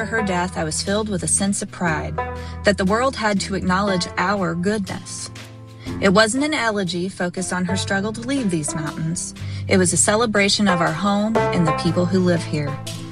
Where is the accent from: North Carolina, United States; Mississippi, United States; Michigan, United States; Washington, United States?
North Carolina, United States; As a kid growing up in Cherokee County, North Carolina, my nana used to say we might as well be Tennessee.